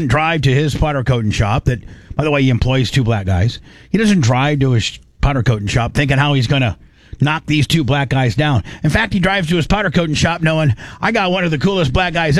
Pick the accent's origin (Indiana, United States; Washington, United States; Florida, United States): Indiana, United States; I'm from Indiana, slavery was never illegal in Indiana.